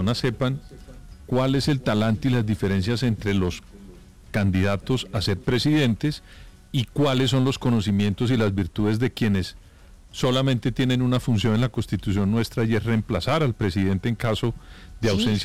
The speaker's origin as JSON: {"language": "Spanish", "country": "Colombia", "said": "quienes vamos a perder somos los colombianos"}